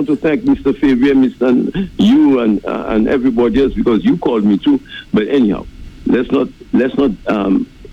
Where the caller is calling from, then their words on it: St. Lucia; I came from Upper Mon. Not Lower Mon Road, Upper Mon Road.